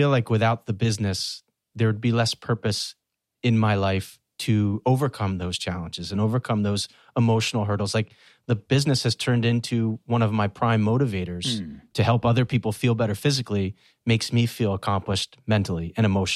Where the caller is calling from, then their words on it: Point Pleasant Beach, New Jersey, United States; I'm calling in from Point Pleasant Beach, New Jersey